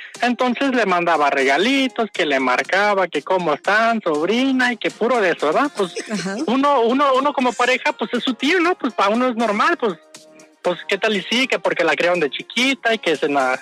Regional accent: Guadalajara, Jalisco, Mexico; Nosotros somos de acá de Guadalajara y estábamos en Puerto Vallarta

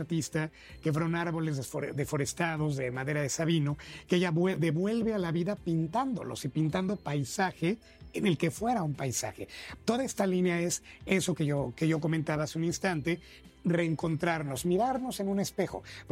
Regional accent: Mexico City, Mexico; Yo no tuve la fortuna de nacer en Oaxaca, soy de la Ciudad de México, pero oaxaqueño de corazón.

